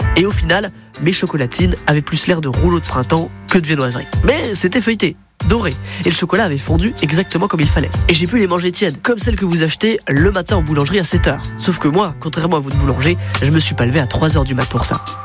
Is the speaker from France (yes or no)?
yes; Bourgogne-Franche-Comté, France; now in Dordogne, France; moi, je viens de Franche-Comté. Et là-bas, on dit pain au chocolat.